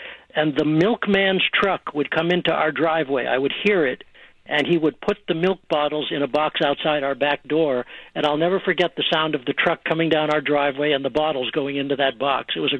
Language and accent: English; Newton, Massachusetts, United States; I grew up in Newton, town you live in. The Garden City